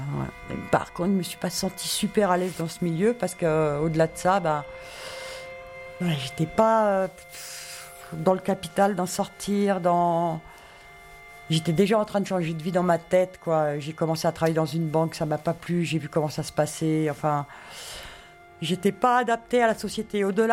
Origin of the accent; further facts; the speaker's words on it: Paris, Île-de-France, France; now in Tarn, France; Moi, je suis née à Paris, j'ai grandi à Paris. Et dans les années 85, je suis arrivée dans le Tarn